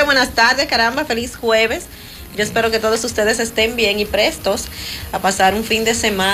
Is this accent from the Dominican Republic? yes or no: yes; Dominican Republic; yo soy dominicana